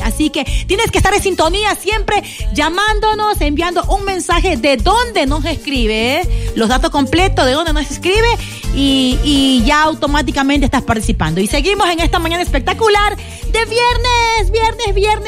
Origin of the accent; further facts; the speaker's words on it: Manabí, Ecuador; como dicen por en mi tierra los manabís.